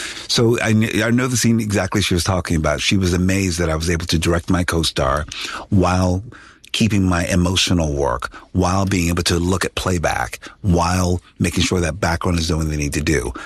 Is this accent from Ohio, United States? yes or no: no; Philadelphia, Pennsylvania, United States; I come from a very humble place. I come from West Philadelphia.